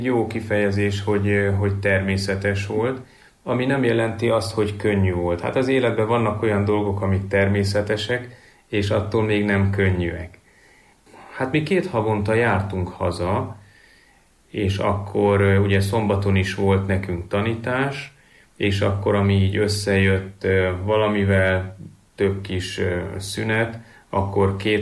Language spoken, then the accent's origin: Hungarian; Siófok, Somogy, Hungary; born or raised there